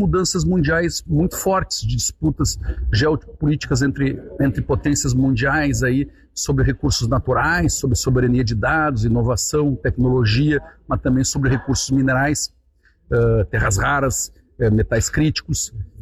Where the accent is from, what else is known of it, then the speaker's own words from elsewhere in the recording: Rio Grande do Sul, Brazil; enquanto gaúchos